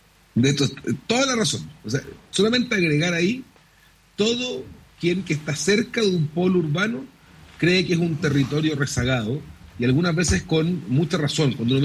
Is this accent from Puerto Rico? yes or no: no; Concepción, Biobío, Chile; Yo soy de Concepción